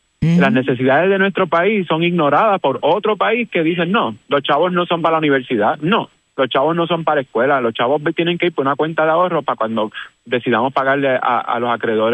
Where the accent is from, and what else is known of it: Puerto Rico